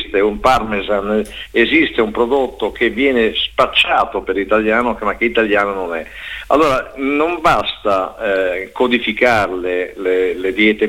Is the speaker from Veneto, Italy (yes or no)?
yes; Padua, Veneto, Italy; un padovano come sono io